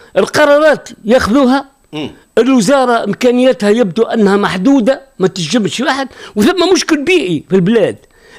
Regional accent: Tunisia; احنا عندنا في تونس مشكلة.

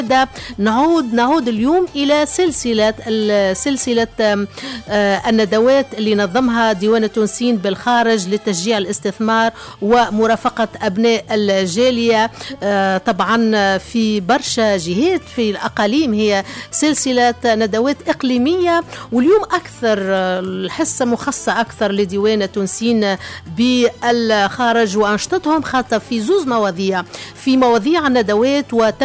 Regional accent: Tunisia; نحترم أكيد قوانين الطرقات في الخارج وأيضا في بلادنا

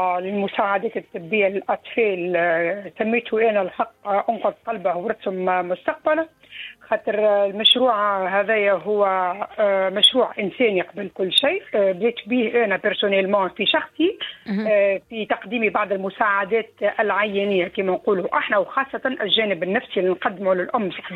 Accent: Tunisia; moved away; انا بسيبتي تونسي

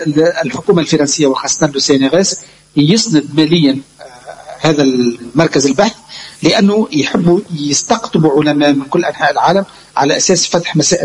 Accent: Tunisia; وهذا شرف كبير أنا أول حاجة كتونسي

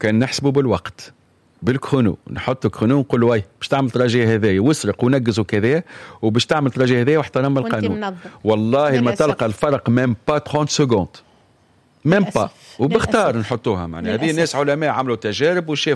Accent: Tunisia; now in France

